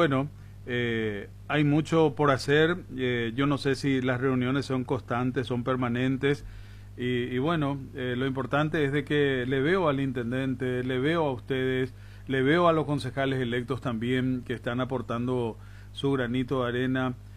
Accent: Presidente Franco, Alto Paraná, Paraguay; y más todavía como franqueño.

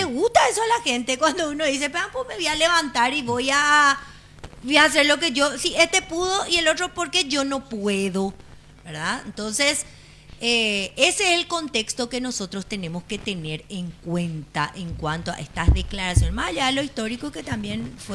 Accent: Paraguay

